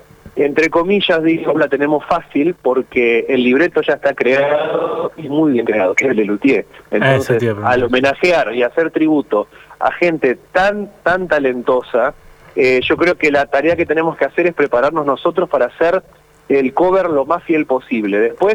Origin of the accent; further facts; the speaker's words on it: Paraná, Entre Ríos, Argentina; Nosotros somos de Paraná, Entre Ríos.